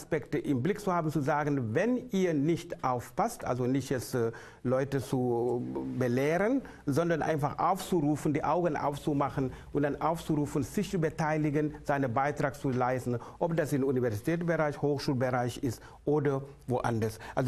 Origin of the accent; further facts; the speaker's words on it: Senegal; Und ein Land wie Senegal, afrikanisches Land, demokratisch, wo ich herkomme, ursprünglich bei 0,6.